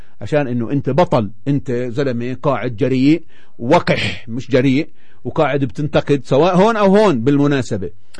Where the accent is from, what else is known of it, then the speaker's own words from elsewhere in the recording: Palestine; إحنا ثقافتنا كفلسطينيين وين ما كنا